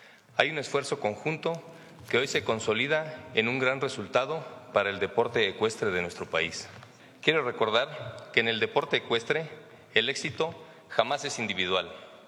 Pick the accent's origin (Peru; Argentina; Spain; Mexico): Mexico; Como militares y como mexicanos